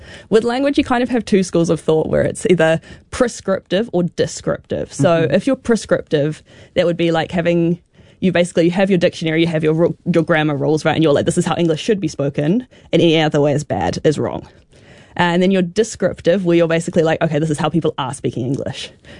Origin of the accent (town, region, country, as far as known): New Zealand